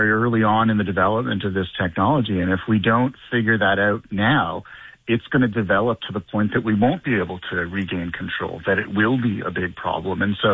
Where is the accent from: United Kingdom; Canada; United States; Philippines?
Canada; As a Canadian, that's just unacceptable.